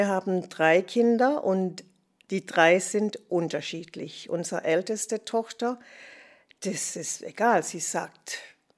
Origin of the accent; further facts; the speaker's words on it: Jamaica; German is a second language; auch ich habe immer Englisch gesprochen, aber wir haben auch unser Dialekt in Jamaika.